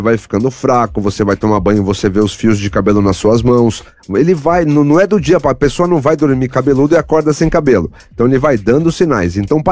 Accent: Monte Mor, São Paulo, Brazil; Olha aqui, padre, eu sou de Monte Mor.

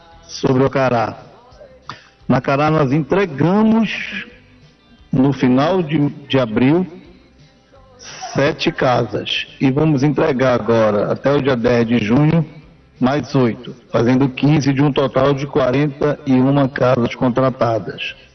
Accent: Pará, Brazil

